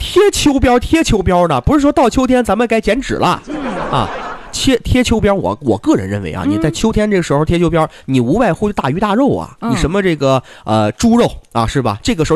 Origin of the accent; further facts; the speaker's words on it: Northeast China, China; 按咱们东北人来说吧